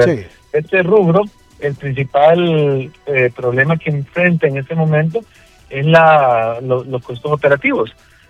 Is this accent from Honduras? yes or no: yes; Honduras; Lo bueno es que todos estamos claros que aquí todos somos hondureños, y el mal de uno nos afecta a todos